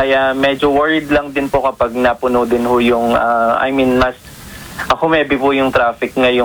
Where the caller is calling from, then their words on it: Tarlac, Central Luzon, Philippines; Taga Matatalay po ako, tabing barangay ho ng San Isidro.